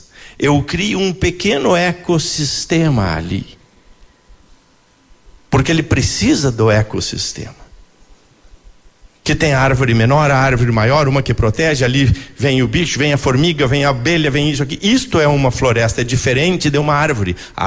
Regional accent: Brazil; essa fotografia é de um rio, que é o rio da minha infância. É o rio onde eu nasci. Chama-se o Rio Jaguari.

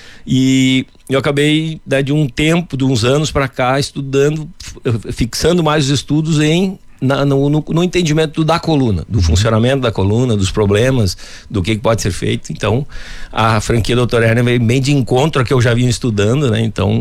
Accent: Roque Gonzales, Rio Grande do Sul, Brazil; moved away; also born or lived in Porto Alegre / Foz do Iguaçu; eu sou natural da região missioneira, de Roque Gonzales, por próximo ali a São Luís Gonzaga, né? Mas já saí de lá há muitos anos, né? Fiz a faculdade em Porto Alegre. Morei um tempo, bastante tempo, até em Foz do Iguaçu

